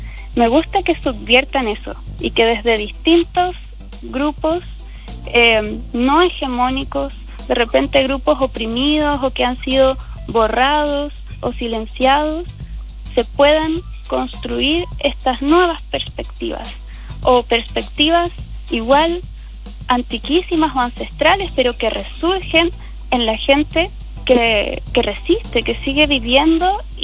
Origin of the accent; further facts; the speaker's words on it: Punta Arenas, Magallanes and Chilean Antarctica, Chile; now in Santiago, Chile; nací en el espacio que habito ahora, pero extraño el lugar en donde crecí, en donde me criaron, de donde fui siempre